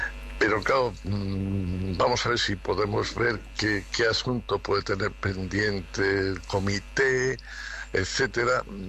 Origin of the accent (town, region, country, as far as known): Spain